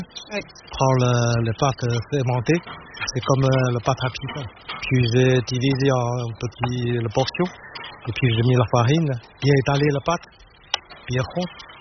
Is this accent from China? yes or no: yes; North China, China; French is a second language; now in France; j'ai envie de présenter la nourriture chinoise de ma région, dans le nord de la Chine.